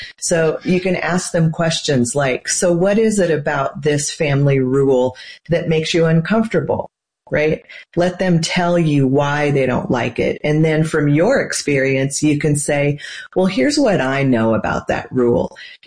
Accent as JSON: {"language": "English", "region": "Nebraska", "country": "United States", "tie": "born or raised there", "said": "Well, I grew up in Nebraska, and we have no professional sports teams there, and so you get to pick what you like, and I love the Evil Empire."}